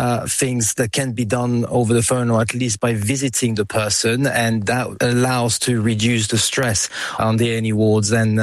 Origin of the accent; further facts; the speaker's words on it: southern France, France; I'm in my hometown, I'm with my family, and that's where I grew up.